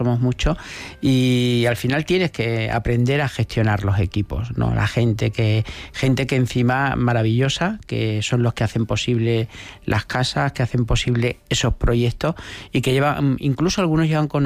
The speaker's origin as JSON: {"language": "Spanish", "region": "Extremadura", "country": "Spain", "said": "cómo somos los extremeños"}